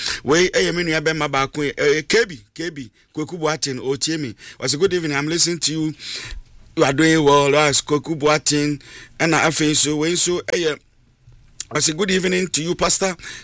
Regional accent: Tema, Greater Accra, Ghana; from Tema. … from Tema.

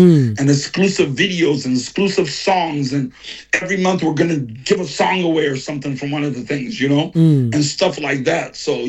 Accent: Kumasi, Ashanti, Ghana; my hometown Bantama.

